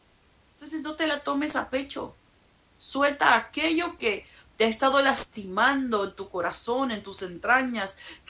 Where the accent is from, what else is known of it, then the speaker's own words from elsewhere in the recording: Mexico; como los mexicanos decimos